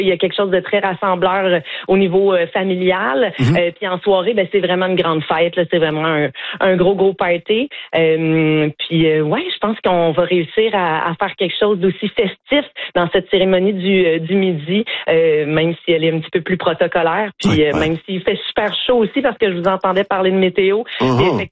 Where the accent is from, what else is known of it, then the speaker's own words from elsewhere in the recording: Quebec, Canada; Moi, je suis québécoise, elle vient de Calgary, comme je le disais, donc elle me connaissait pas, je la connaissais très peu.